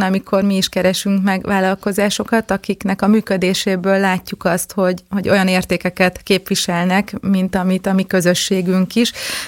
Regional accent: Heves, Hungary; moved away; Én vidéken, falun nőttem föl, Heves megyében, egy kis faluban

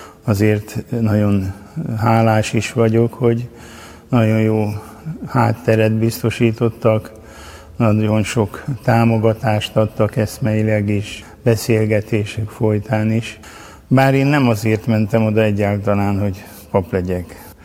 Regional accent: Nagybajcs, Győr-Moson-Sopron, Hungary; moved away as an adult; now in Budapest, Hungary; Egy szigetközi kis faluban születtem, illetve Győrben születtem, és Nagybajcson éltem, nevelkedtem a szüleim és a testvérem mellett, és ott jártam iskolába is

